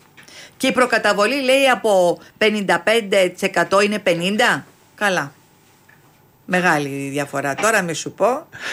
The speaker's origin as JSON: {"language": "Greek", "country": "Greece", "said": "Εγώ δεν μπορώ στην πατρίδα μου την Ελλάδα να νιώθω ξένη. Νιώθω ξένη στην πατρίδα μου."}